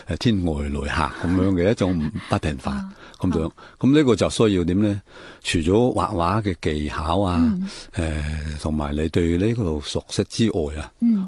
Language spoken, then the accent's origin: Cantonese; Foshan, Guangdong, China; 本来我就系岭南水乡嘅土生土长嘅，系一员。